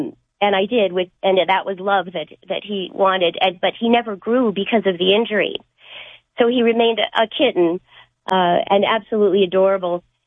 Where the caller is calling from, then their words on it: Edmonton, Alberta, Canada; I'm calling from Edmonton, Alberta.